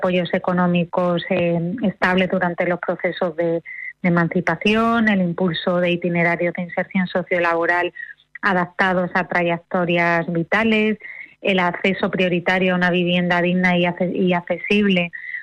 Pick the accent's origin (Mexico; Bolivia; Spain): Spain; Andalusia; en todo lo que es nuestro territorio andaluz